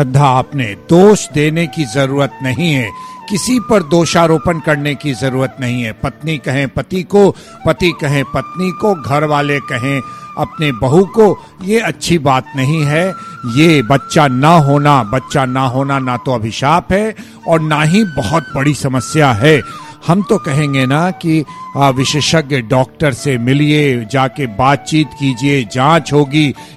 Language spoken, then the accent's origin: Hindi; Bihar, India; हमारे यहाँ बिहार में, आस पड़ोस में